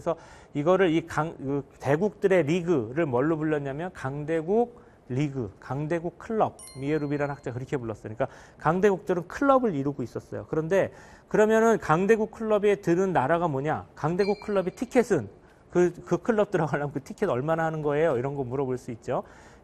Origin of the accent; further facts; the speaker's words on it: South Korea; 제가 약소국 출신이고, 미국 사람도 아니고, 뭐, 유럽 사람도 아니고, 저는. 그리고 그, 최근 특히 근대사에서 한국은 고생을 많이 했죠.